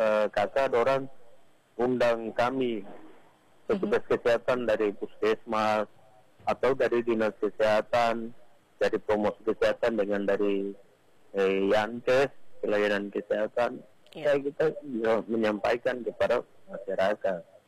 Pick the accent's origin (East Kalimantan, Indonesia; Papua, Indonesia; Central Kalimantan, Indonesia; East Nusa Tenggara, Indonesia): Papua, Indonesia; Serui; saya dari Serui, dari Wondama, dari semua ada di kita di Nabire